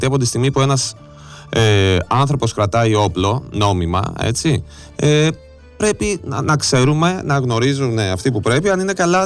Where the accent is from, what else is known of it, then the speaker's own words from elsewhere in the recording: Greece; είμαστε Έλληνες